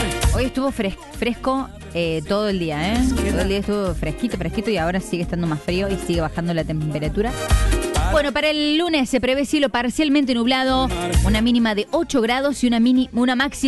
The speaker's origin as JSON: {"language": "Spanish", "region": "Córdoba", "country": "Argentina", "said": "Me salió más tucumano que cordobés, pero bueno, soy cordobés."}